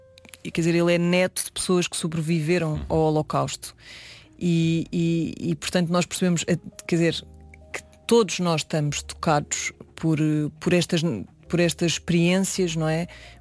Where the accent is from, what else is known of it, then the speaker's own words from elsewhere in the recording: Alentejo, Portugal; eu como eu sou alentejana